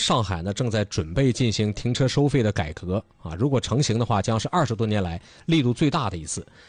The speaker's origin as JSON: {"language": "Chinese", "town": "Dandong", "region": "Liaoning", "country": "China", "tie": "born or raised there", "moved": "yes", "said": "你像我老家丹东的哈、"}